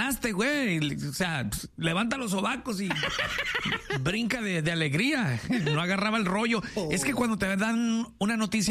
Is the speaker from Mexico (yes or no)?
yes; Mexico; Le dije, thank you, your honor. I am American. Y ya salí de ahí y le dije, Soy mexicano a la vez.